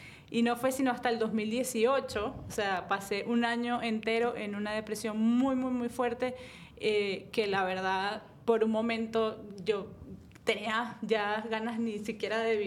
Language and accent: Spanish; Venezuela; moved away as an adult; now in Miami, United States; yo tengo 11 años viviendo aquí en Miami, soy venezolana y realmente crecí en una familia que no es católica practicante. Crecí en una familia católica de valores, de principios